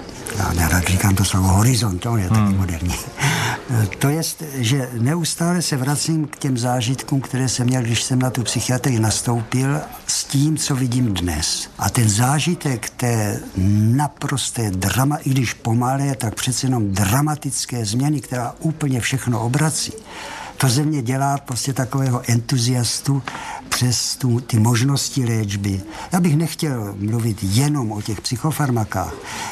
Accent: Brno, South Moravian Region, Czechia; moved away as an adult; also born or lived in Paris / Prague

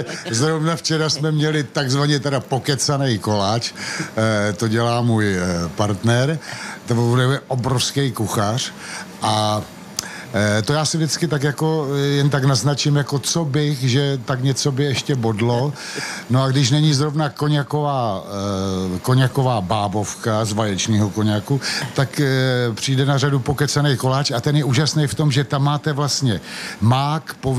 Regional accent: Moravia, Czechia; tak my jsme vlastně rodem z Moravy, takže ty povidla tam k tomu patřej.

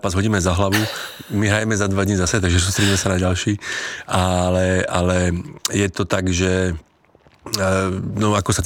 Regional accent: Slovakia; now in Czech Republic

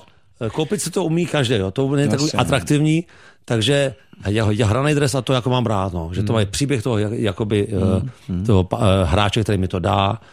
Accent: Prague, Czechia; born or raised there

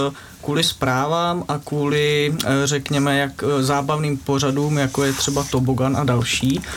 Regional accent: Jasená, Hradec Králové Region, Czechia; Z Jasené.

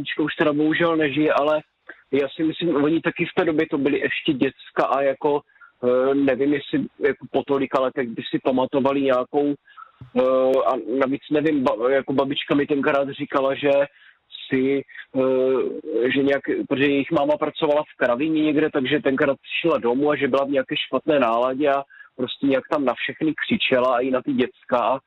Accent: Brno, South Moravian Region, Czechia; my jsme byli z Brna a oni byli z Vysokého Mýta.

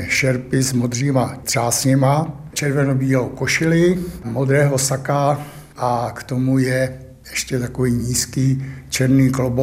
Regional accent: Prague, Czechia; pocházím tady z Podskalí

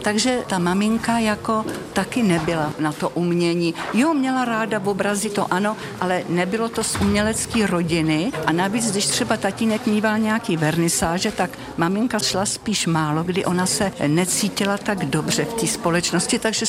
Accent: Jihlava, Vysočina Region, Czechia; Já jsem vyrostla v Jihlavě, tam jsme bydleli na dolech, tam byly takový dřevěný domky po Němcích, kolonie.

